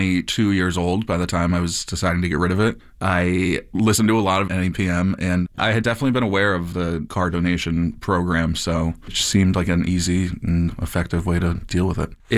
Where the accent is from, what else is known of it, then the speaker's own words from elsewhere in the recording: Longmeadow, Massachusetts, United States; I'm from Longmeadow, Massachusetts